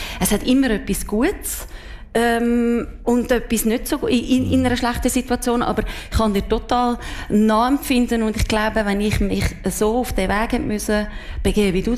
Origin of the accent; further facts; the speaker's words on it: Zurich, Switzerland; accent: Zurich German; now in Solothurn, Switzerland; warum redest du Zürichdeutsch? Und ich so, das habe ich immer schon geredet.